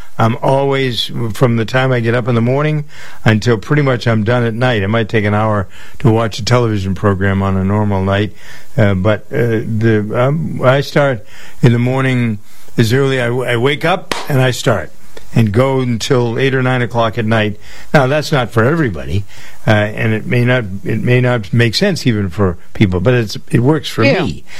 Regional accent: Framingham, Massachusetts, United States; I have one street in my hometown of Framingham, Massachusetts, that has five, count them, one, two, three, four, five chicken restaurants.

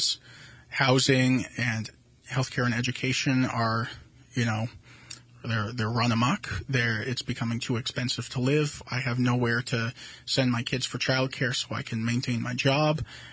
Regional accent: Charlestown, New Hampshire, United States; I grew up in Charlestown.

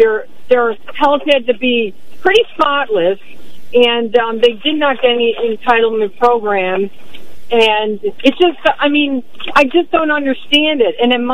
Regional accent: Chicago, Illinois, United States; I'm from Chicago.

